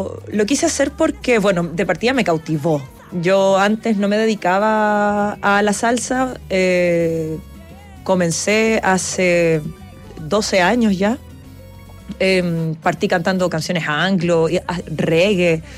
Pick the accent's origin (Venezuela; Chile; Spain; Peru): Chile